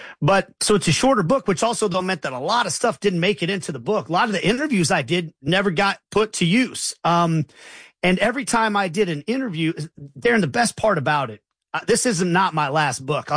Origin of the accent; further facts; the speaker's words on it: Kansas City, Kansas, United States; also born or lived in Johnson County; I've always loved Kansas City, and I'm a person who feels like I grew up in Wyandotte County. I spent time in Johnson County. I spent time in Kansas City, Missouri.